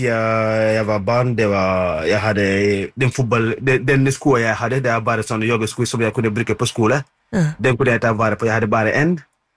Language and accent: Norwegian; Senegal; Norwegian is a second language; now in Norway; jeg bodde her I Norge I mange år. Men jeg kommer fra Senegal. Det må jeg ikke glemme.